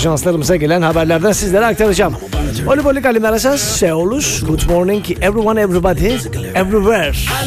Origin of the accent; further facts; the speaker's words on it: Greece; Kral Efendi'den, memleketimiz Yunanistan'dan.